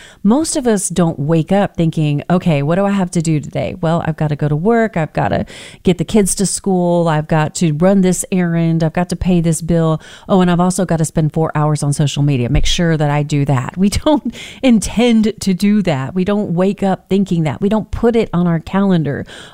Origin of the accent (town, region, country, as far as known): United States